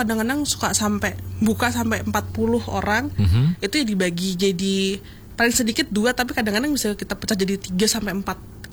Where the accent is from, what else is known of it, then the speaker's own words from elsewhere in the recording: Central Java, Indonesia; now in Jakarta, Indonesia; karena kebetulan ya saya juga orang tua saya orang Jawa, dulu saya Jawa Tengah, jadi nggak terlalu susah untuk menyesuaikan.